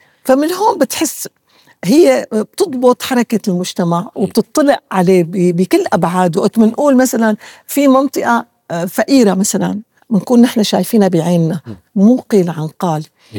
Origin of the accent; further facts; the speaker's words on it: Damascus, Damascus Governorate, Syria; فأنا هيك بطلع حتى هلأ مرات بسوق الحرير عندنا بالشام القديمة في بيوت أو حمام